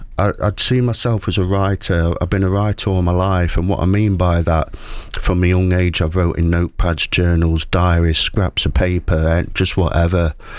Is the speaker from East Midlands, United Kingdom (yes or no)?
yes; Mansfield, East Midlands, United Kingdom; I've been recognised as a writer, and I'm obviously from Mansfield.